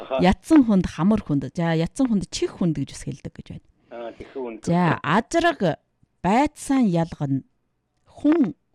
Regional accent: Ordos, Inner Mongolia, China; accent: Ordos dialect; Манай ордос манай ордос аман яраанд бол таан гэж хэлдэг.

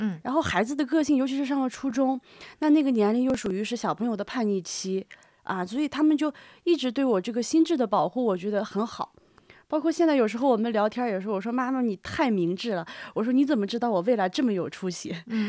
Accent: Heilongjiang, China; 因为我是黑龙江的人

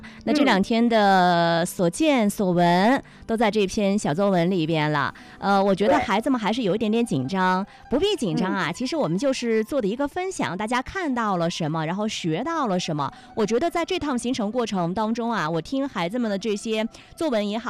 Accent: Inner Mongolia, China; 还是我们内蒙古比较好哈，比较凉快。美是美，但是我还是觉得我们家乡好

